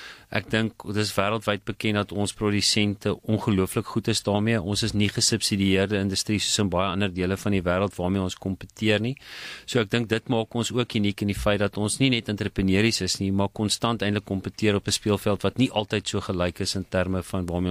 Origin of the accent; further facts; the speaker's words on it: Virginia, Free State, South Africa; moved away; Ek het groot geword in die Vrystaat, Noord-Vrystaat, meer spesifiek klein myndorpie, eintlik Virginia, maar daar was klomp mielieboerderye in die omgewing.